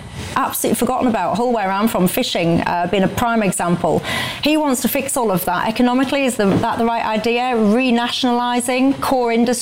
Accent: the north of England, United Kingdom; as a Northerner

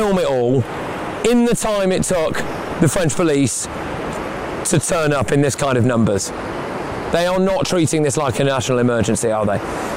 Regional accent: United Kingdom; We are British journalists operating in an allied country, and they want to get rid of us.

